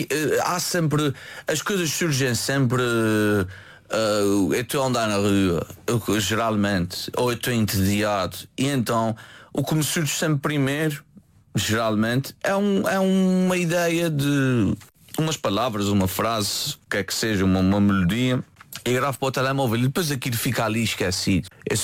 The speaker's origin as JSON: {"language": "Portuguese", "country": "Portugal", "said": "Eu sou um bom português."}